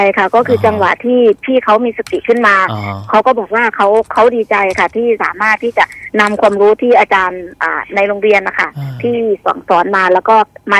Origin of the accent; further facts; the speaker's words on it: Roi Et, Thailand; เป็นคนจังหวัดร้อยเอ็ดค่ะ